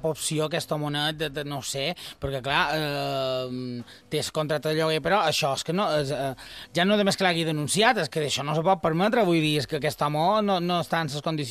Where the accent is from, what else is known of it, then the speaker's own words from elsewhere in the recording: Consell, Balearic Islands, Spain; No te creguis, eh? No te creguis. Jo aquí som de Consell, te diria que vinis a l'Hemiconsell, n'han plegat i l'Aro va per seu compte.